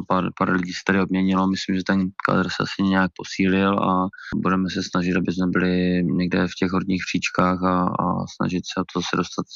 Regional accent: Moravia, Czechia; Protože vlastně oba s manželkou jsme z Moravy, tak a na Moravě jsem toho moc neodehrál

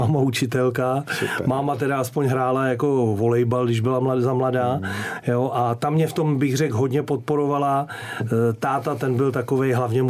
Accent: Litvínov, Ústí nad Labem Region, Czechia; Ale samozřejmě hokej jsem si vybral, protože jsem se narodil v Litvínově.

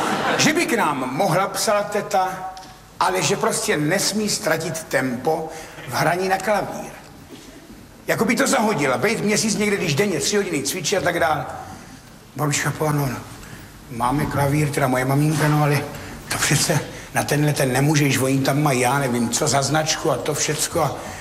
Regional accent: Ivančice, South Moravian Region, Czechia; já jsem z Ivančic

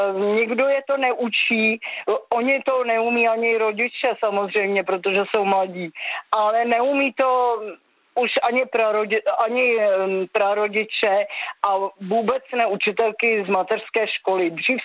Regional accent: Klatovy, Plzeň Region, Czechia; A mám zajímavý postřeh, když jsem chodila na střední školu v Klatovech, tak jsme měli spolužačky jenom 18 kilometrů na západ vlastně z Gdyňska a tam se mluvilo

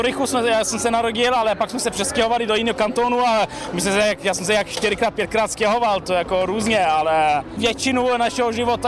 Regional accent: Switzerland; No ze Švýcarska.

